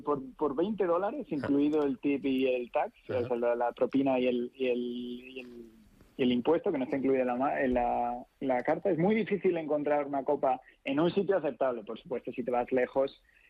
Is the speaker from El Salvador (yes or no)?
no; Spain; now in New York, United States